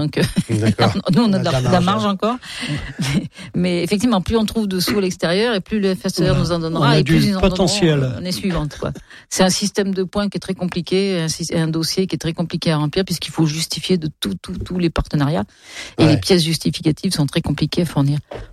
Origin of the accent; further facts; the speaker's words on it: Saint-Julien-Molin-Molette, Auvergne-Rhône-Alpes, France; subventions de la commune de Saint-Symphorien, ça c'est là d'où je viens